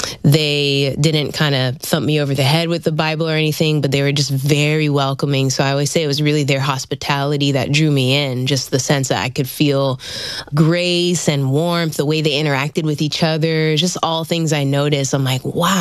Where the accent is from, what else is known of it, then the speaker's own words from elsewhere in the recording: Manila, Metro Manila, Philippines; born there; So 1989, I was born in Manila, the Philippines. My mom is half Filipina, half Puerto Rican. My dad's Jamaican, and I have an older sister.